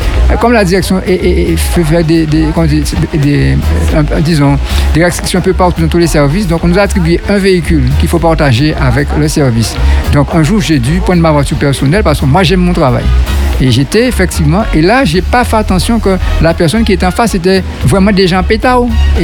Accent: Guadeloupe; Chez nous, en Guadeloupe

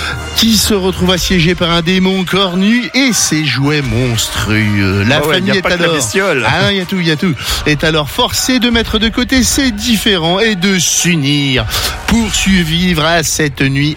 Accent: eastern France, France; Moi, je suis de l'Est.

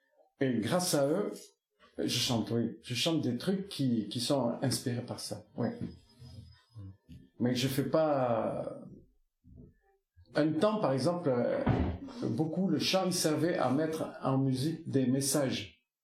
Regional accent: Nouvelle-Aquitaine, France; Alors, je suis sensible beaucoup chez moi, dans le Pays Basque, dans les Pyrénées, au cycle de l'eau.

